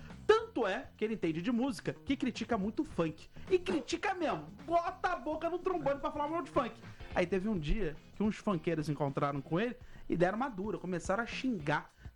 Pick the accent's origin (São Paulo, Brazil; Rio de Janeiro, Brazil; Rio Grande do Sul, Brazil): Rio de Janeiro, Brazil; accent: carioca; Pode ser, ele também é carioca e também viveu até uns 19 anos no Rio.